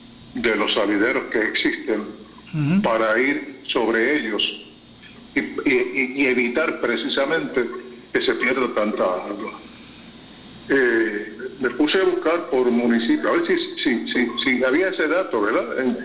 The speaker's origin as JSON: {"language": "Spanish", "town": "Juana Díaz", "country": "Puerto Rico", "said": "Yo soy del pueblo de Juanadías, de la zona rural de Juanadías."}